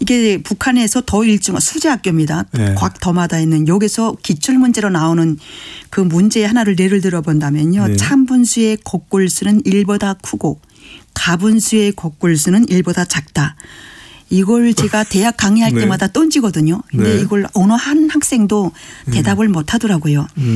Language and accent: Korean; Sunchon, South Pyongan, North Korea; moved away as an adult; now in South Korea; 순천 지역 경제의 발전에 관한 연구. 제 고향입니다.